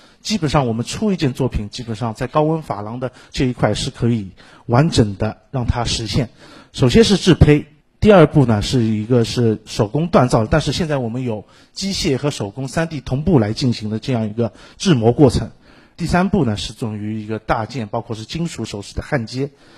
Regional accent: Shanghai, China; 当初有相当多的我们上海包括全国的通商口岸

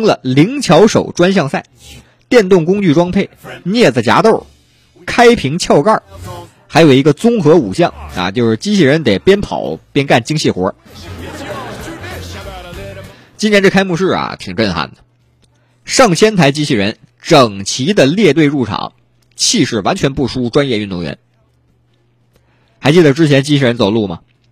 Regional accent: Northeast China, China; accent: Northeastern; now in Hunan, China; 现在身边很多朋友都已经忘记了我是个东北人这件事了，虽然他们听口音还会想起来啊，但是因为我现在已经常年在这边生活了，定居了啊，天天吃着这个湖南菜，喝着湘江水

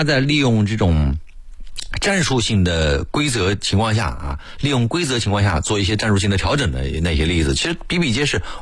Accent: China; 我们中国人

